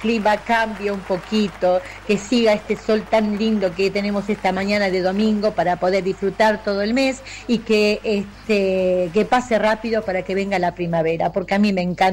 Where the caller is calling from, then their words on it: Centenario, Neuquén, Argentina; de Centenario